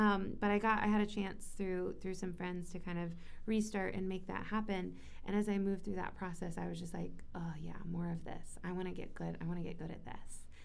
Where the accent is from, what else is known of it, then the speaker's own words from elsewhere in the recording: Chattanooga, Tennessee, United States; moved away as an adult; also born or lived in Tri-Cities area (Bristol); I grew up in Chattanooga, and I moved back there now about 3.5 years ago, and I'm glad to call it home again. My family is still there, my parents and my sister